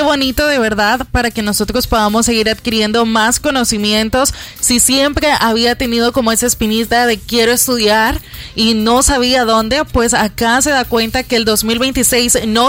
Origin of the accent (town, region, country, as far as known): El Salvador